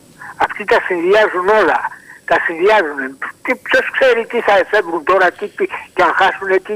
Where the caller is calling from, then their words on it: Istanbul, Turkey; Είμαι από την Κωνσταντινούπολη